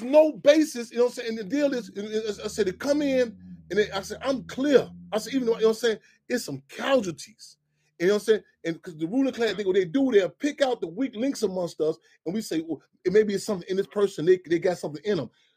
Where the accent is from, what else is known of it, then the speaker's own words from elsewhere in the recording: Chicago, Illinois, United States; I'm so glad growing up in Chicago. I'm so glad I grew up in this city of structure.